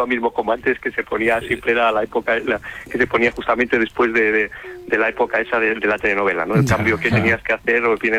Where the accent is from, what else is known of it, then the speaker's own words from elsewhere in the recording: Torto de Guevara, Castile and León, Spain; now in Alcalá, Spain; Mira, estoy en Alcalá, es un culebrón ya en sí, pero yo soy de Torto de Guevara, de Burgos, y te mando un saludo de nuestra tierrilla.